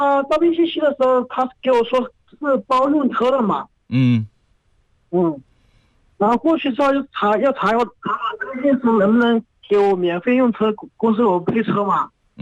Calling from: Guangdong, China; 咱们广东这边

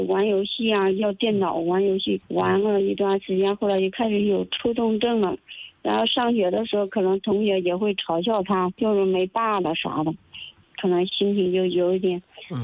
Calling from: Lianyungang, Jiangsu, China; 连云港的。

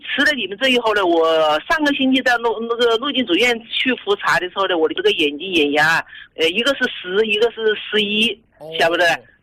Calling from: Wuhan, Hubei, China

